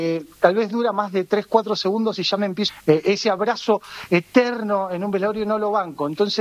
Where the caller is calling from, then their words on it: Carapachay, Buenos Aires Province, Argentina; De Carapachay.